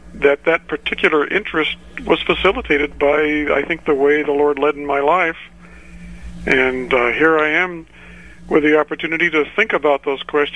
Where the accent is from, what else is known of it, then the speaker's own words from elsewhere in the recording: California, United States; So when you ask, where did you grow up? Well, mainly in California somewhere, uh-huh. but not necessarily in any one place.